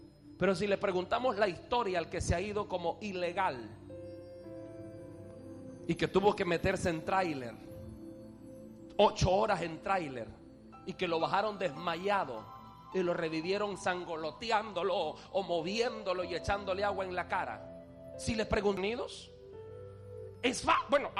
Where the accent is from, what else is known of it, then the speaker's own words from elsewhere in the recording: El Salvador; como decimos en El Salvador, chivo, tranquilo, fácil, bonita